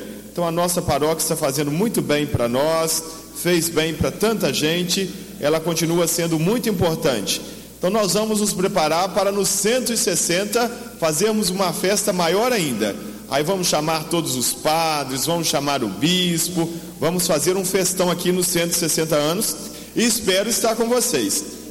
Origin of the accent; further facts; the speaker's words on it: Brazil; nós somos brasileiros, né?